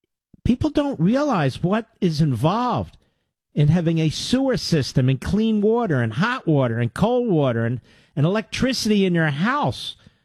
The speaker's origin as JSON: {"language": "English", "region": "Pennsylvania", "country": "United States", "said": "Yeah, I'm from Montgomery."}